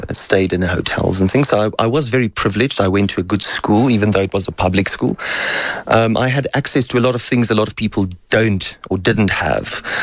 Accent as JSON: {"language": "English", "country": "South Africa", "said": "But I do feel like her calling me out for speaking on issues I, as a South African, find relevant"}